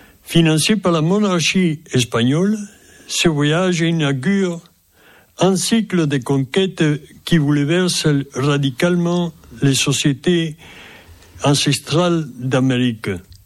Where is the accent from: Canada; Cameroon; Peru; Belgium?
Peru; moved away as an adult; now in France; Et je suis originaire du sud du Pérou, presque à la frontière avec la Bolivie.